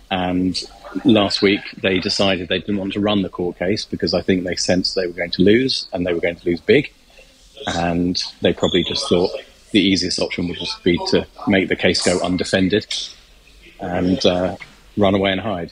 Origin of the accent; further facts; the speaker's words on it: London, United Kingdom; I'm a comedian from Northwest London, Hertfordshire. I am Jewish.